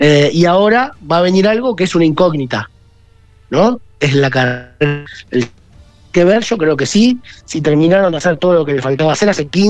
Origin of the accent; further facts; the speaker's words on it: Argentina; nosotros como argentinos